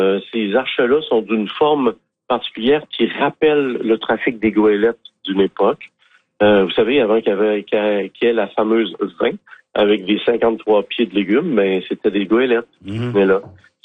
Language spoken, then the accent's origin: French; Quebec, Canada; moi, je viens du comté de Portneuf, hein.